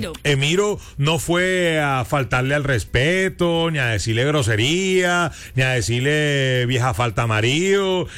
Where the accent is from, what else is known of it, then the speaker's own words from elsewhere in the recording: Colombia; ¿O usted cree que a uno como colombiano lo tratan chévere en otro país así porque sí?